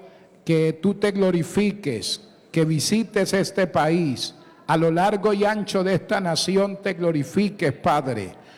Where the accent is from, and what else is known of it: Colombia